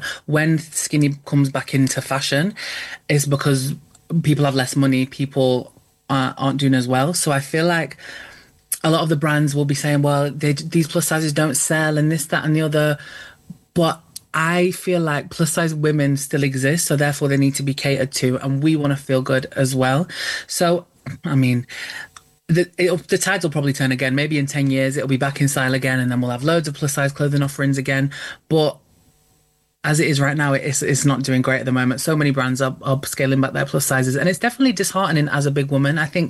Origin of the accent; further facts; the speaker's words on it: United Kingdom; I mean, I think as British people in general, sex in itself is extremely taboo